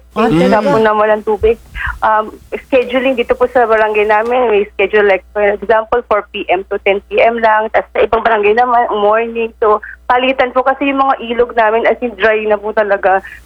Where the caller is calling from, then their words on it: Northern Mindanao, Philippines; dito po sa amin, kung naalala niyo po yung mga nakaraan, dyan po sa Luzon, binabaha dito sa amin sa Mindanao, grabe yung init.